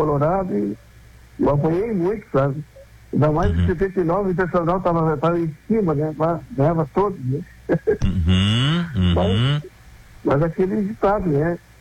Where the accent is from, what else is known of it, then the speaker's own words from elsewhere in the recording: São Lourenço do Sul, Rio Grande do Sul, Brazil; now in Esteio, Brazil; Eu sou natural, eu moro aqui há 40 anos, mas sou natural de São Lourenço do Sul.